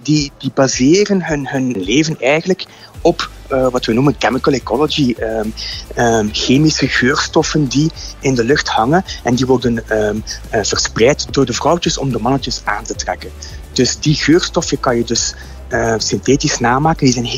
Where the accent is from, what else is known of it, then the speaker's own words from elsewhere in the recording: Kenya; En er zijn bijvoorbeeld in Kenia, waar ik vandaan kom, avocado was een van de grootste exportcrops in Kenia naar Europa.